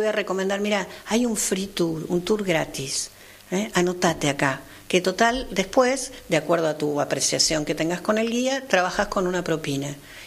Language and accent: Spanish; Avellaneda, Buenos Aires Province, Argentina; moved away as an adult; now in Martínez, Argentina; Nos fuimos a vivir a Avellaneda. Y ahí estuve, bueno, toda mi niñez, mi adolescencia.